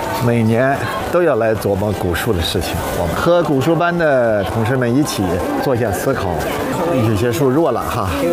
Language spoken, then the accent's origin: Chinese; Inner Mongolia, China; moved away; 我是内蒙人，我出生在林区，就是我的生活的底儿就是和树打交道。